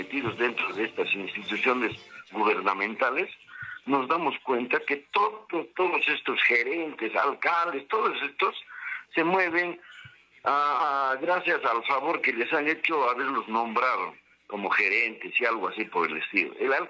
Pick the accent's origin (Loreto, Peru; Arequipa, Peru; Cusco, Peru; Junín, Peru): Cusco, Peru; nosotros los cusqueños